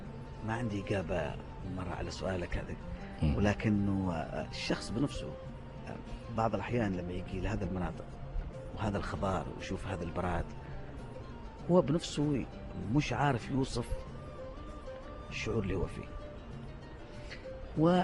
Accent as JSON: {"language": "Arabic", "country": "Oman", "said": "نحن كمسلمين. عرب كعمانيين"}